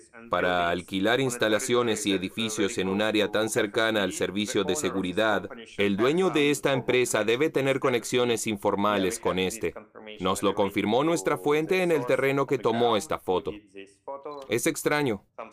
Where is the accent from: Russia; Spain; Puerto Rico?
Russia; Kaliningrad Oblast; crecí en la región de Kaliningrado. Esta es mi tierra, justo en la frontera.